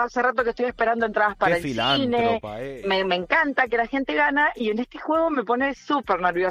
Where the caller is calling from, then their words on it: Argentina; somos todos argentinos